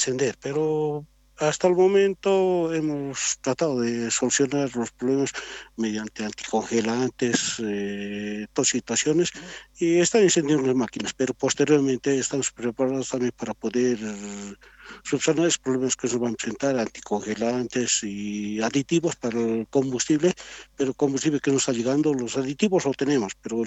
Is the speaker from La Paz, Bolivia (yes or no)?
no; Potosí, Bolivia; Y estamos del departamento de Potosí